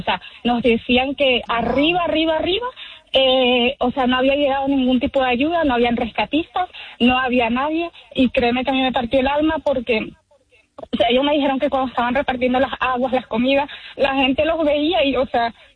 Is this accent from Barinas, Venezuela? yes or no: no; Barcelona, Anzoátegui, Venezuela; gracias a Dios yo soy de Barcelona y mi familia directamente no se vio afectada.